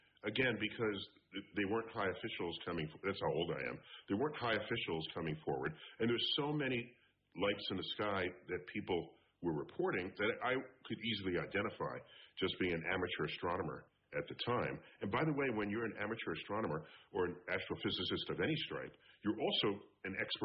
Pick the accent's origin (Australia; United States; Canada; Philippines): United States; New York City, New York; born and raised in New York City, where I now serve as director.